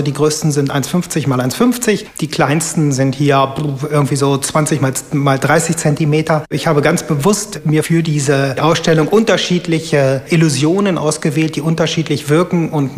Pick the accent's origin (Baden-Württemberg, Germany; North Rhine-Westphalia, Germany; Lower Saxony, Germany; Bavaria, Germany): Lower Saxony, Germany; Wolfsburg; Ich komme aus Wolfsburg, bin auch ein Wolfsburger Künstler, wohne in Fallersleben und lebe und arbeite hier.